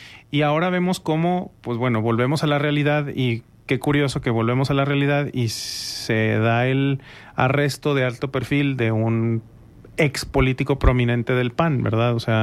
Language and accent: Spanish; Mexico